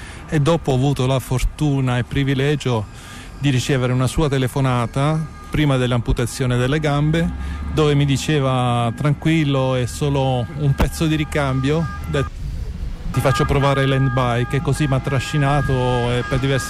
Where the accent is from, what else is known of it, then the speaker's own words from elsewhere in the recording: Rome, Lazio, Italy; E anch'io vengo da Roma